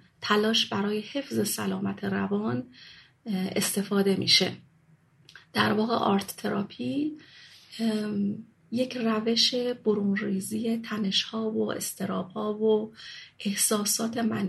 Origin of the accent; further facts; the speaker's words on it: Shiraz, Fars, Iran; moved away as an adult; now in Mashhad, Iran; بیش از 10 سال قبل، زمانی که تصمیم گرفتم از شهر خودم شیراز، جایی که توش به دنیا اومده بودم و بزرگ شده بودم، مهاجرت کنم به مشهد. وقتی اومدم مشهد 30 ساله بودم